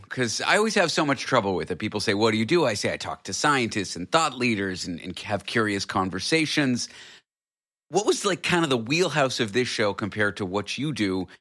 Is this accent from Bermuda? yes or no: no; Canada; now in United States; I'm Canadian.